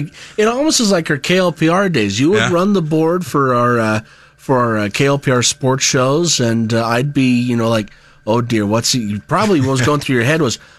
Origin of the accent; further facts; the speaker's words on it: Ellinwood, Kansas, United States; moved away as an adult; also born or lived in Kearney, Nebraska; So I grew up in Ellenwood, Kansas. And so for those who attended the 3i show back in the early to mid 2000s in Great Bend, that's kind of where I'm from.